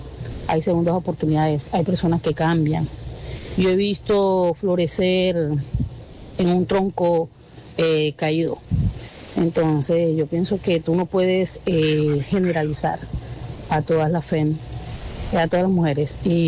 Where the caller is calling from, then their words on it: Canada; Buenas noches, tropicana. … de Canadá.